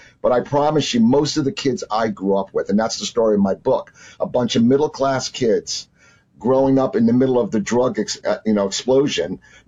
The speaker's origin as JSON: {"language": "English", "region": "New Jersey", "country": "United States", "tie": "born or raised there", "also_born_or_lived": "New Orleans, Louisiana", "said": "Well, the bigger departure was from New Jersey. Because I started out as a little farm boy. My parents had a house on my grandfather's farm"}